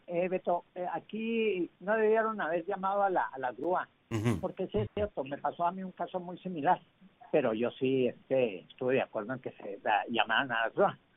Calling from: Mexico

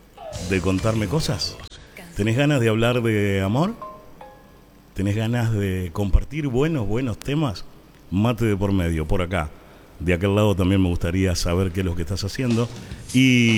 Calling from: Estancia Grande, San Luis, Argentina; venimos directamente del corazón de Estancia Grande.

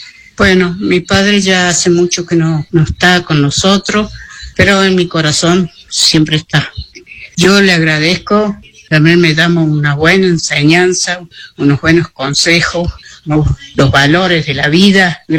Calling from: Córdoba, Argentina; acá de Mariano Freiro.

